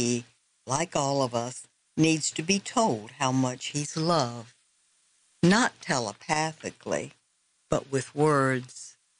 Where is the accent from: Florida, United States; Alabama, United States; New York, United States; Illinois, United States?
Alabama, United States; Tuscaloosa; I was raised in Tuscaloosa in the 80s, so my memories of the Crimsonettes are dated.